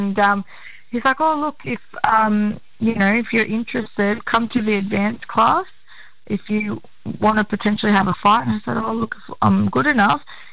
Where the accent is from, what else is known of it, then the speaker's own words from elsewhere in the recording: Peak Hill, New South Wales, Australia; down in Wiradjuri country, I'm from Peak Hill. And … from down that way.